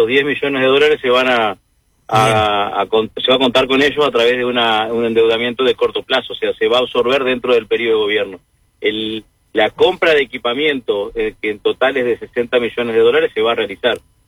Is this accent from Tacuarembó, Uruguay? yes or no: no; Canelones, Uruguay; yo que vengo de Canelones, alguna localidad grande de Canelones